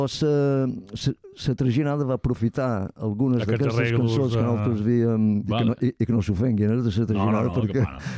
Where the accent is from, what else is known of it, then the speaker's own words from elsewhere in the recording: Ferreries, Balearic Islands, Spain; also born or lived in Maó; Jo som de Ferreries, uh-huh. però després vaig anar a viure a Mó